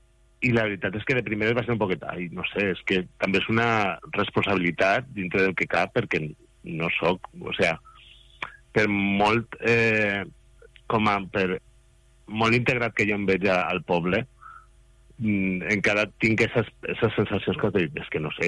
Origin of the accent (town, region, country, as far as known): Guardamar del Segura, Valencian Community, Spain; born or raised there